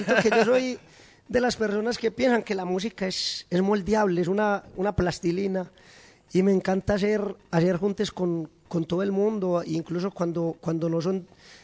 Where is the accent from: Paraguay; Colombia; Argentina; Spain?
Colombia; mi tierra, Colombia.